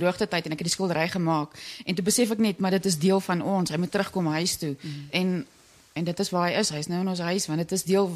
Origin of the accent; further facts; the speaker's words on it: Kroonstad, Free State, South Africa; moved away as an adult; also born or lived in England; now in Willowmore, South Africa; Ek kom oorspronklik van die Vrystaat af. Ek op Kroonstad op 'n plaas groot geword en ek is toe later nadat ek kuns geswat het en in 'n kantoor gewerk het in die Oos-Vrystaat het ek Engeland toe gegaan